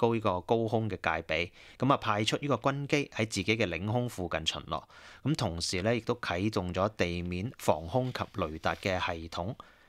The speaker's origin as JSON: {"language": "Cantonese", "country": "Australia", "said": "咁大家可能會問啊，咁啊沙特受到攻擊，其實同我哋澳洲人有咩關係咧？"}